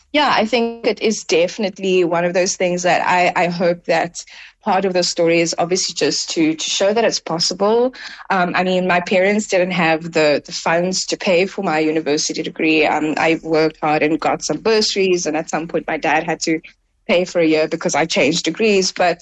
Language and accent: English; Delft, Western Cape, South Africa; So I grew up in Roosendaal in Delft. So depending on where you are, on the Cape Flats.